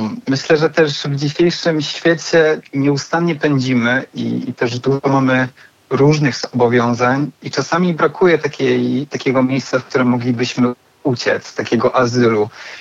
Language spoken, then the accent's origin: Polish; Wrocław, Lower Silesian Voivodeship, Poland; born there; also born or lived in Poznań; now in Gdańsk, Poland